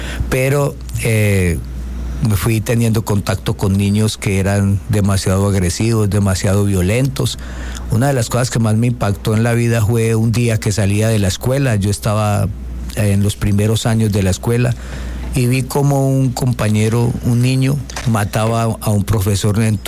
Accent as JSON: {"language": "Spanish", "town": "Medellín", "region": "Antioquia", "country": "Colombia", "tie": "born or raised there", "said": "Sí, yo soy de Medellín, de la ciudad linda de Medellín. Allí crecí en la Comuna 13, que es una de las comunas más violentas de Colombia."}